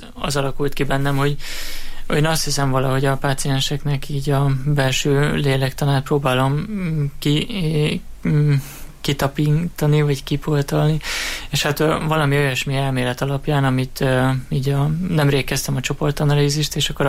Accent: Miskolc, Borsod-Abaúj-Zemplén, Hungary; moved away as an adult; also born or lived in Debrecen; Én Miskolcon születtem, és a Miskolcon is jártam a gimnáziumban, a Herman Otto gimnáziumban.

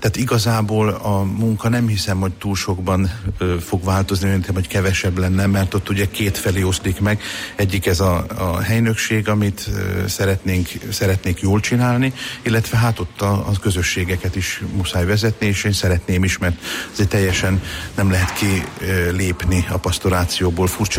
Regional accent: Šamorín, Trnava Region, Slovakia; also born or lived in Vojka nad Dunajom; Én felvidéki vagyok, én Somorjáról, illetve hát igazából Vajkáról származom, tehát itt nem is olyan messze a Duna túloldaláról

